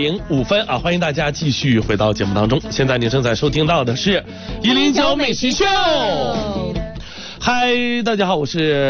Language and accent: Chinese; Shanxi, China; moved away; 做的真的是我们老家晋东南那边的丸子的味道。